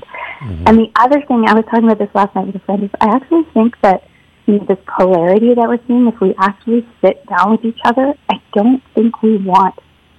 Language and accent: English; Whitby, Ontario, Canada; And then I grew up in Whitby, Ontario